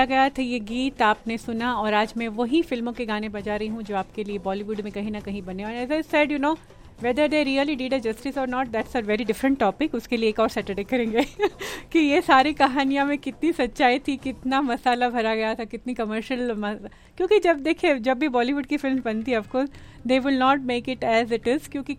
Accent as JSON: {"language": "Hindi", "town": "Mumbai", "region": "Maharashtra", "country": "India", "moved": "yes", "said": "specially I am from Mumbai"}